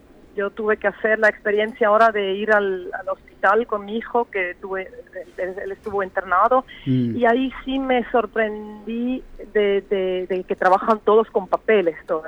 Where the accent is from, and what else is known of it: Switzerland; Spanish is a second language; moved away as an adult; now in Mendoza, Argentina